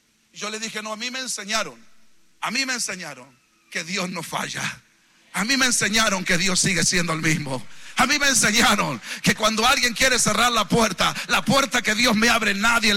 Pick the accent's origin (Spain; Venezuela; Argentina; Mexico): Argentina; en Argentina nosotros sacamos pecho como argentinos